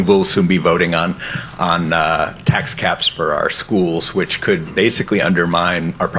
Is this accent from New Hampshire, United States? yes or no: yes; Brentwood, New Hampshire, United States; I'm from Brentwood, New Hampshire